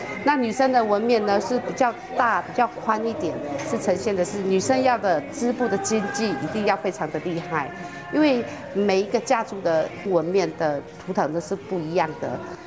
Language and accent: Chinese; Tai'an, Miaoli County, Taiwan; 我来自台湾苗栗泰安乡，